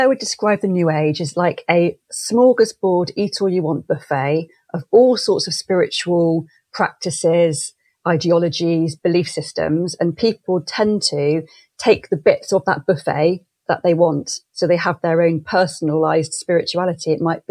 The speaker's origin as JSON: {"language": "English", "town": "Clevedon", "region": "South West England", "country": "United Kingdom", "tie": "born or raised there", "also_born_or_lived": "Bristol"}